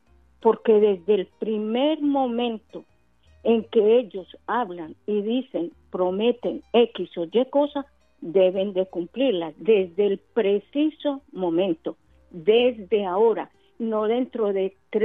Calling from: Colombia; yo soy de Colombia

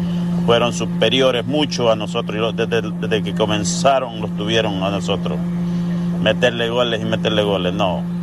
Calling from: El Salvador; Como buen salvadoreño

